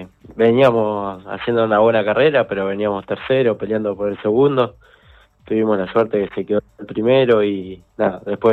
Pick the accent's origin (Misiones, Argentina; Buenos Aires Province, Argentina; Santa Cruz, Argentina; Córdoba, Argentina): Buenos Aires Province, Argentina; La Plata; de La Plata. Sí, de La Plata.